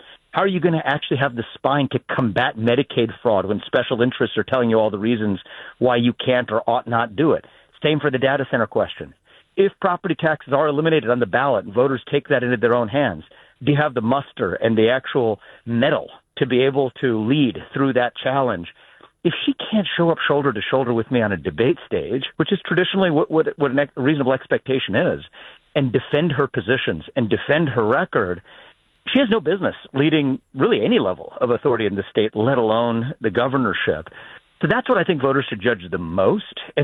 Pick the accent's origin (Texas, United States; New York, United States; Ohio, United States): Ohio, United States; I have a moral obligation to use these skills to actually leave our country better off and to do it in my home state.